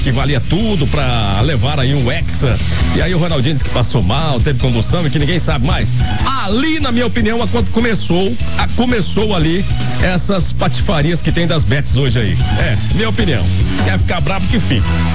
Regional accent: Brazil; Claro que eu sou brasileiro, mas eu sou brasileiro lá de de 1994, 2002, né?

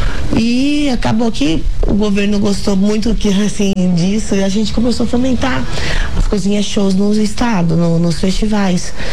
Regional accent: Campo Grande, Mato Grosso do Sul, Brazil; moved away as an adult; also born or lived in São Paulo; E eu voltei a Campo Grande, sou de Campo Grande, né?

